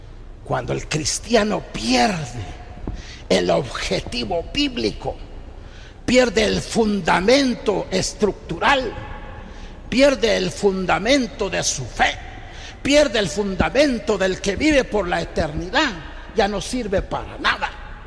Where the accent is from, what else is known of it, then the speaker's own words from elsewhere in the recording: Guatemala; Soy guatemalteco.